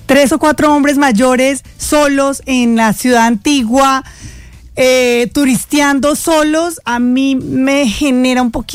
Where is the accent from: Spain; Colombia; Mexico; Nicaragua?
Colombia; nosotros hemos sido los colombianos muy estigmatizados por el narcotráfico